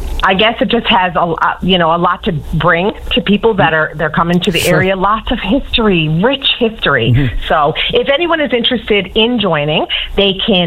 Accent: Harbour Grace, Newfoundland and Labrador, Canada; I'm originally from Harbor Grace, and when my father passed away, last year, I decided to put my name forward and volunteer.

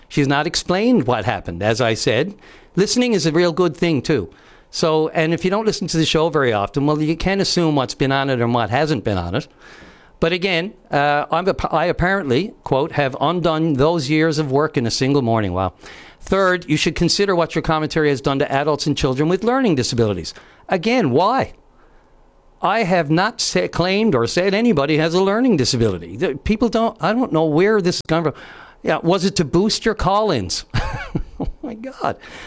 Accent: Newfoundland and Labrador, Canada; I was offended as a Newfoundlander because I was there

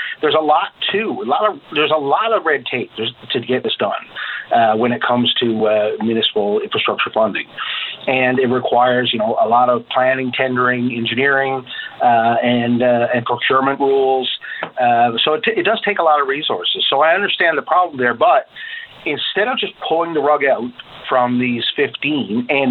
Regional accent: Corner Brook, Newfoundland and Labrador, Canada; talking to my hometown and in Corner Brook, they have all their funds allocated for their 3-year program

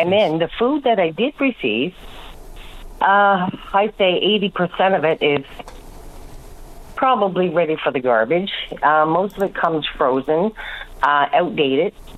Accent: Newfoundland and Labrador, Canada; I'm not from St. John's. I moved here in May 2025, okay, from another area or whatnot.

